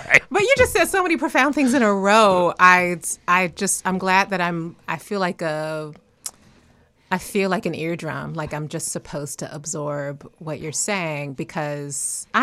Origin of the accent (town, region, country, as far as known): Chicago, Illinois, United States